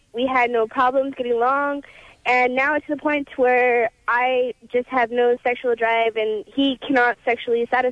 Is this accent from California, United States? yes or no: yes; Bakersfield, California, United States; First off, Adam, I have to tell you, I am from Bakersfield